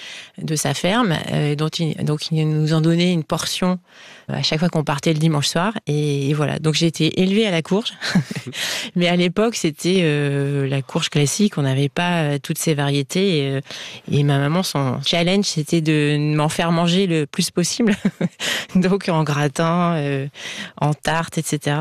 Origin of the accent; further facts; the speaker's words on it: Grenoble, Auvergne-Rhône-Alpes, France; je viens de Grenoble